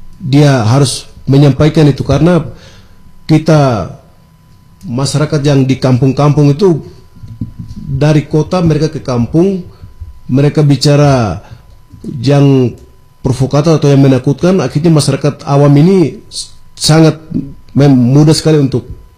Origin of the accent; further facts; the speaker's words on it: Papua, Indonesia; Jadi kami rata-rata, kami orang Papua atau orang gunung ini